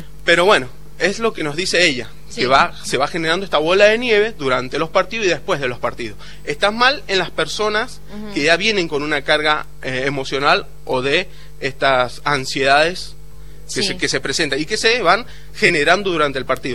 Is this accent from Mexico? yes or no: no; Argentina; como argentinos que somos.